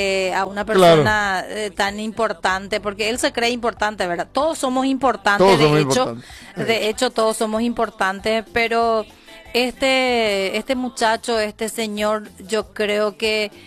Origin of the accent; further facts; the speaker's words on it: Paraguay; Y nosotros somos sumisos los paraguayos.